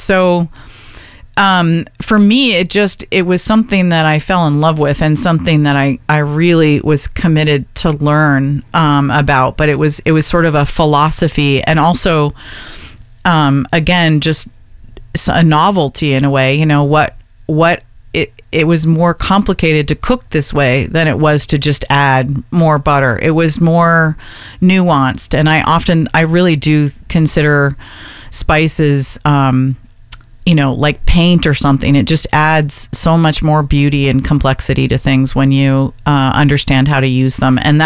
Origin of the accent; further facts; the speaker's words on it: Seattle, Washington, United States; especially I come from Seattle, Washington, from a Norwegian family on both sides